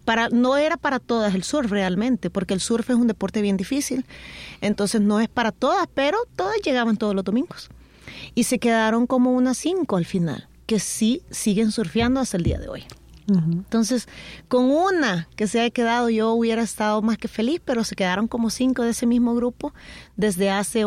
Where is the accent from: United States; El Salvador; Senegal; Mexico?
El Salvador; Santa Tecla, La Libertad; born there; moved away as an adult; now in Playa El Zonte, El Salvador; Yo nací en Santa Tecla, soy de La Libertad, del departamento de La Libertad, pero no en la costa.